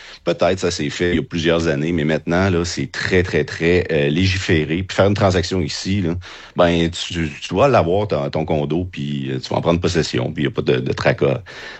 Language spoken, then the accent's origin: French; Quebec City, Quebec, Canada; moved away as an adult; now in Playa del Carmen, Mexico; La ville de Québec même.